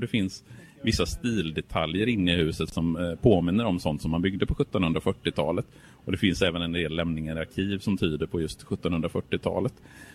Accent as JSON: {"language": "Swedish", "town": "Borås", "region": "Västra Götaland County", "country": "Sweden", "tie": "born or raised there", "lives_now": "Gothenburg, Sweden", "said": "som inflyttad göteborgare, uppvuxen i Borås"}